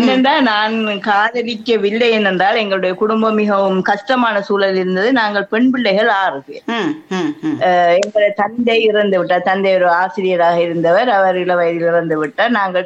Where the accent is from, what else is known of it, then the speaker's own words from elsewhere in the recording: Muttur, Eastern Province, Sri Lanka; also born or lived in Trincomalee; திருமணம் முடிந்து நான் திருவோணமலைக்கு போய்விட்டேன். எனது ஊர் மூதூர். அங்கிருந்து ஒரு 3 வருடத்துக்கு பின் ஊருக்கு வருகிறேன்.